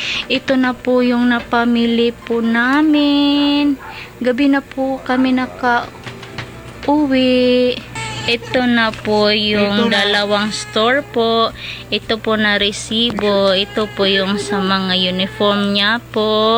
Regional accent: Davao Region, Philippines; At saka hindi po kami taga rito. Kaya wala po kami malalapitan talaga na pamilya po. Ako po ay taga Davao de Oro.

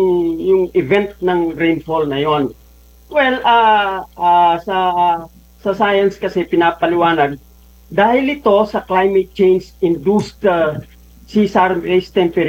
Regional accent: Central Luzon, Philippines; alam mo kasi taga Tarlac ako, Kapampangan kami.

